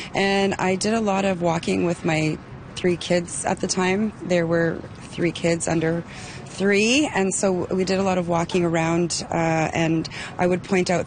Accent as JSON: {"language": "English", "town": "Lac La Biche", "region": "Alberta", "country": "Canada", "lives_now": "Ottawa, Canada", "said": "and I'm originally from Northern Alberta, a place called Lac La Biche. I'm Cree Métis."}